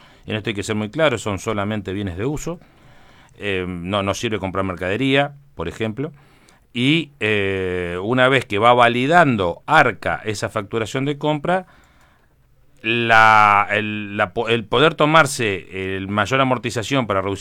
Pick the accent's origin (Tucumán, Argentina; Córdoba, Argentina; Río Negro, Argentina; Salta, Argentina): Río Negro, Argentina; vos sabés que yo soy de allí, del Valle Medio, Río Negro, sí.